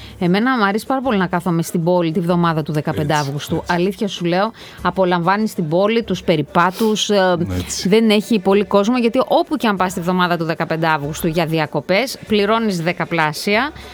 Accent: Thessaloniki, Central Macedonia, Greece; είμαστε από τη Θεσσαλονίκη.

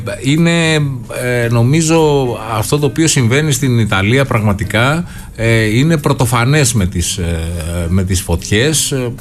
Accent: Corfu, Ionian Islands, Greece; Ισχυρός πυρήνας καταιγίδων επηρεάζει και την Κέρκυρα, την ιδιαίτερη πατρίδα μου.

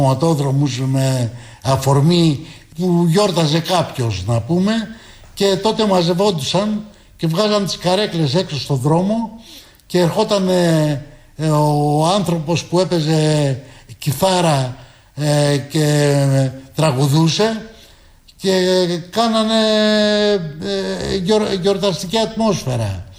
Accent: Kallithea, Attica, Greece; moved away as an adult; γεννήθηκα στην Καλυθέα και εκεί μεγάλωσα μέχρι τα 19 μου χρόνια.

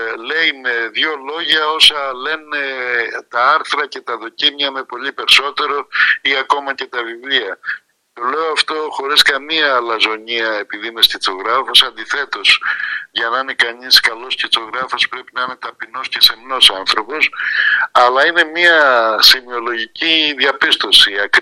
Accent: Pyrgos, Western Greece, Greece; είμαι από τον Πύργο της Ηλίας και η Τρίπολη μου είναι πολύ αγαπημένη

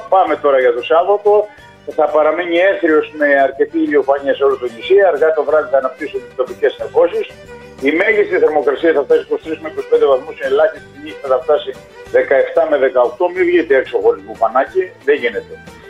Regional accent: Greece; είναι το χωριό μου, το Μονοκάμπης

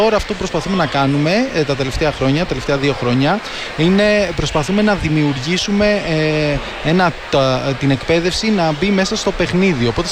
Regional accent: Greece

